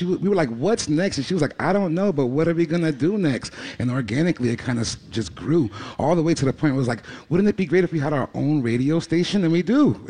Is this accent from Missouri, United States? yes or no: no; Boston, Massachusetts, United States; we're from Boston.